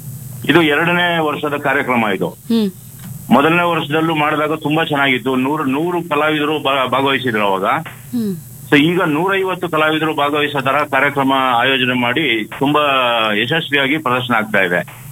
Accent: Tarikere, Karnataka, India; moved away as an adult; now in Bengaluru, India; ನಾನು ಮೂಲತಃ ಚಿಕ್ಕಮಗಳೂರು ಜಿಲ್ಲೆ ತರೀಕೆರೆ ಅವನು.

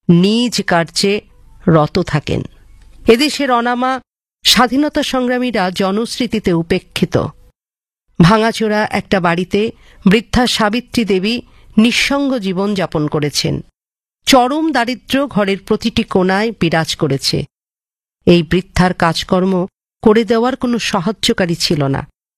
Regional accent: West Bengal, India; বীরভূম থেকে।

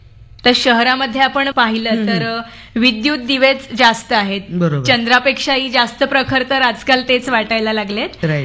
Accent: Devgad, Maharashtra, India; now in Mumbai, India; नाही, मी मूळची देवगडची

